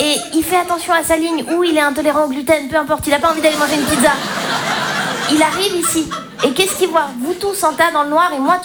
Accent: Switzerland; Moi, je suis Suisse. Et moi, c'est Et donc, comme je viens pas d'ici

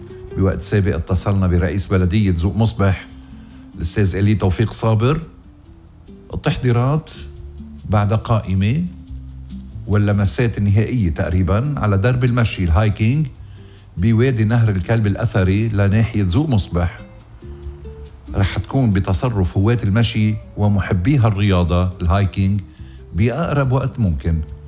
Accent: Lebanon; accent: Lebanese; بلغتنا اللبنانية، بلهجتنا اللبنانية

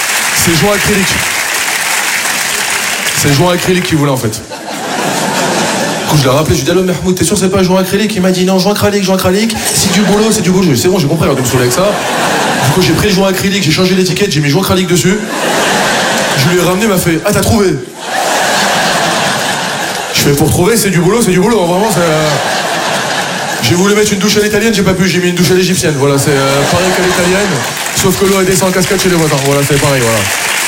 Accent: France; Non, je suis fier de mes origines et je suis fier d'être français, moi aussi. Je suis un bon français, je suis fier d'être français sur ça.

